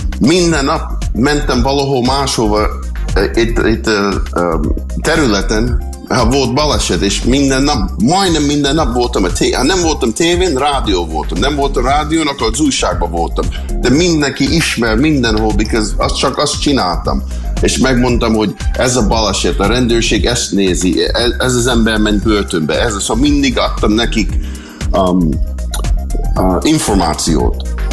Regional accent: Hungary; now in United States; Én olyan boldog vagyok, hogy magyar vagyok.

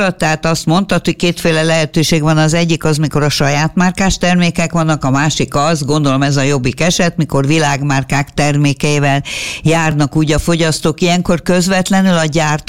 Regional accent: Budapest, Hungary; de én pehjemre budapesti vagyok

